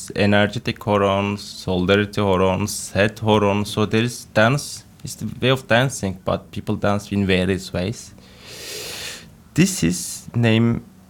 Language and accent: English; Rotterdam, South Holland, Netherlands; English is a second language; I'm from Rotterdam. Even like … now, but it's a different story. But I'm from also a bit Lazistan, like everywhere.